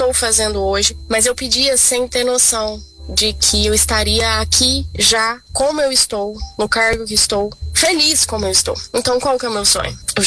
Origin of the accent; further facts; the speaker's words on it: Luziânia, Goiás, Brazil; now in Cristalina, Brazil; falo hoje aqui do interior de Cristalina, mas sou de Lusiânia.